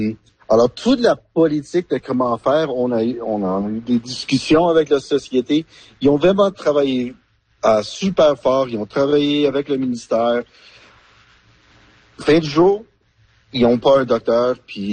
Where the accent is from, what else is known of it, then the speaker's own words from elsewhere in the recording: Alberta, Canada; comme Quadra, moi je viens de l'Alberta.